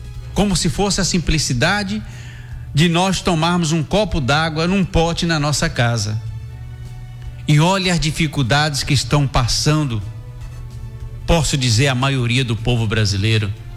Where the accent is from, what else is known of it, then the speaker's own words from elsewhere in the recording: Brazil; nós que somos brasileiros